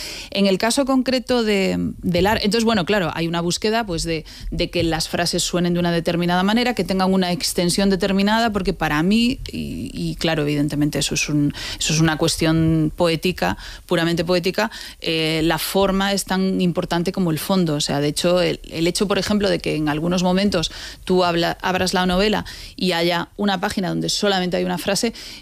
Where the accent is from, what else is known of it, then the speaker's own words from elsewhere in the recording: A Coruña, Galicia, Spain; soy gallega. Gallega de A Coruña.